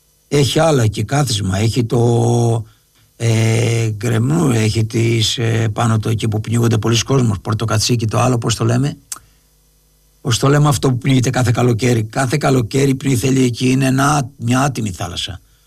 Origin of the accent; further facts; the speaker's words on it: Lefkada, Ionian Islands, Greece; Πάνω που είμαι από τη Λευκάδα